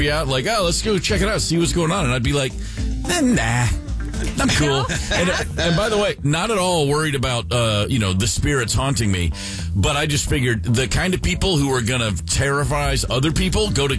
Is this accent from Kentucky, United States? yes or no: yes; Kentucky, United States; There was a cemetery in my hometown of Kentucky, the Pioneer Cemetery, which has tombstones from the 1700s.